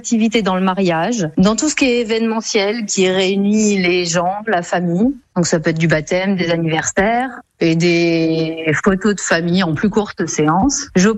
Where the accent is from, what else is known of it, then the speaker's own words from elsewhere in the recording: Grand Est, France; moved away as an adult; also born or lived in Paris; Et puis je suis revenue dans ma terre natale, en Lorraine